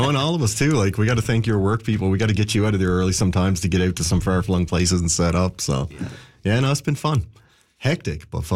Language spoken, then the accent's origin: English; Newfoundland and Labrador, Canada; Like, even the guys who play with us now, Jamie, we're all from Trinity Bay.